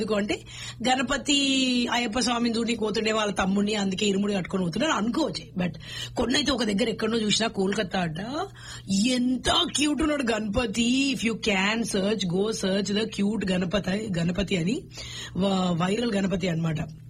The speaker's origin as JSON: {"language": "Telugu", "town": "Hyderabad", "region": "Telangana", "country": "India", "moved": "yes"}